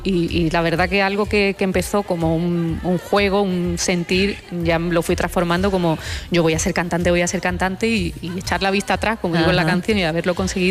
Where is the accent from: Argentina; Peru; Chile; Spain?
Spain; Andalusia; yo soy andaluza y cuando aprieto el acento